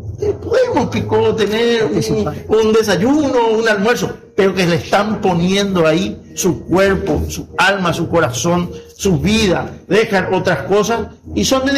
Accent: Paraguay; pero nosotros somos del Paraguay, ya no somos solamente una referencia del sur, porque somos una referencia del Paraguay

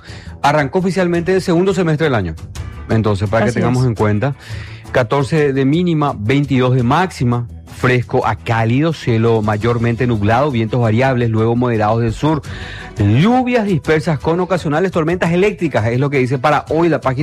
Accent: Paraguay; parece que nosotros somos demasiado así de Paraguay

